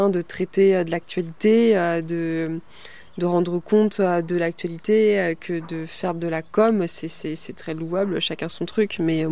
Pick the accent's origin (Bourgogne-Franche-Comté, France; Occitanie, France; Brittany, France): Brittany, France; born there; Bah oui, moi je suis bretonne, je suis née dans la région de Lorient.